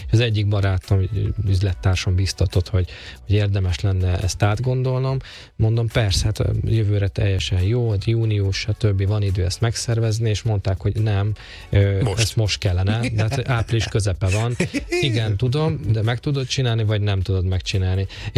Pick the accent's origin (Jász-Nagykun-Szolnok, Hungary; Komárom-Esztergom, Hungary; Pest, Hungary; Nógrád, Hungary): Nógrád, Hungary; Salgótarján; voltak tehetséges zenekarok a Salgó Tarjánban, én onnan származom